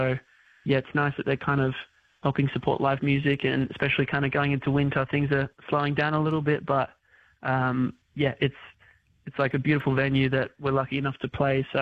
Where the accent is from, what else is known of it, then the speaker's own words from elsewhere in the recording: Kiama, New South Wales, Australia; also born or lived in Gerringong; where we grew up in Kymer and Gerringong, just like small little hardworking regional towns where, people work a lot harder than we do.